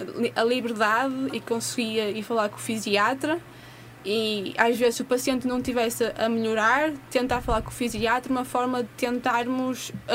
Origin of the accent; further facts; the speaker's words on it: Matosinhos, Norte, Portugal; sou daqui de Matosinhos